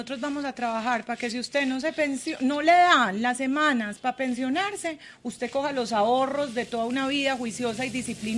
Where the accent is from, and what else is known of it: Antioquia, Colombia